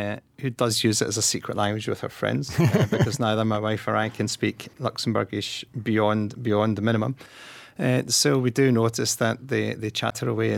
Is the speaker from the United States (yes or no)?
no; Glasgow, Scotland, United Kingdom; moved away as an adult; also born or lived in Lanark; now in London, United Kingdom; I was raised in Glasgow. I was born in a small town called Lanark, but moved to Glasgow and was brought up there. I stayed in Glasgow until I was 24 when I moved to London, again through work.